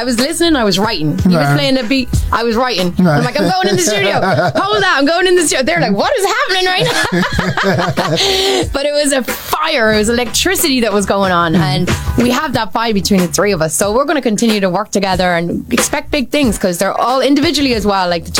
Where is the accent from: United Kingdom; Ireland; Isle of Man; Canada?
Ireland; moved away as an adult; now in New York, United States; I'm originally from Ireland, but I've been living over here for like 22 years now in New York